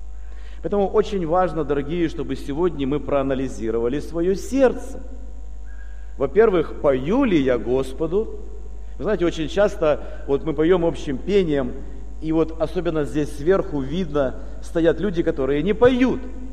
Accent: Kyiv, Ukraine; Я приехал к вам из Украины, из Киева.

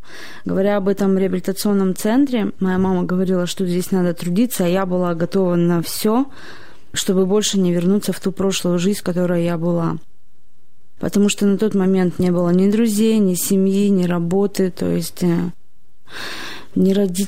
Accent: Nizhny Tagil, Sverdlovsk Oblast, Russia; мне 30 лет. Родилась и выросла в Нижнем Тагиле.

